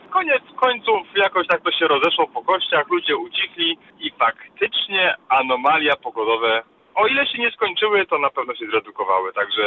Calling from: Silesian Voivodeship, Poland; Jestem z okolic Pszczyny na Śląsku

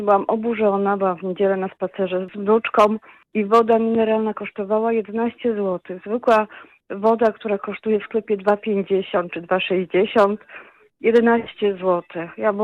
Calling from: Czechowice-Dziedzice, Silesian Voivodeship, Poland; Mieszkam w Czechowicach-Dziewicach, to jest koło Bielska Białej.

